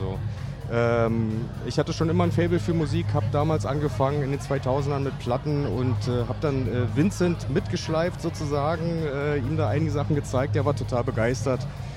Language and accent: German; Berlin, Germany; moved away as an adult; now in Eisenach, Germany; Tatsächlich bin ich in Berlin aufgewachsen und mich hat es dann nach Studium hierher nach Eisenach verschlagen.